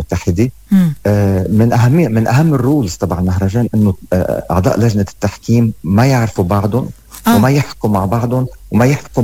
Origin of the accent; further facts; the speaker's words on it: Lebanon; نحن كلبنانيين وكناس من بلاد الشام حتى